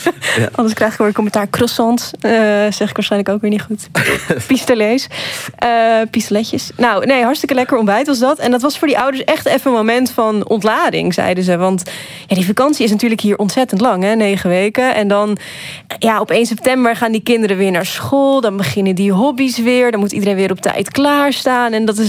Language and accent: Dutch; Netherlands; Maar ja, dat is voor mij als Nederlander toch alweer iets bijzonders. Want zo'n collectief moment op 1 september, dat kennen wij niet in Nederland.